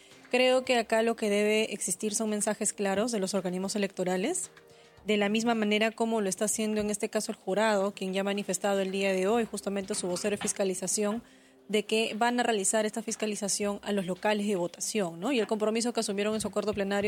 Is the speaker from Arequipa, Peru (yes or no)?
no; Cajamarca, Peru; yo que soy de Cajamarca